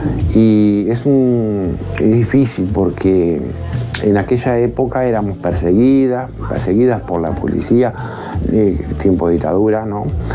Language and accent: Spanish; Montevideo, Uruguay; Yo soy nativa del Barrio Sur, yo nací en el Barrio Sur, nací en el Conventillo del Medio Mundo, y mi zona era el Barrio Sur, la Aduana y de ahí Boulevard.